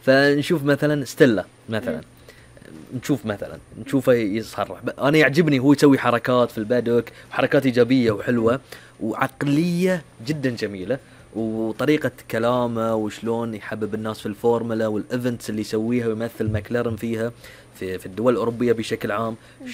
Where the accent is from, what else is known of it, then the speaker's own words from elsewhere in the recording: Bahrain; احنا عندنا اصاله وعراقه كبحرينيين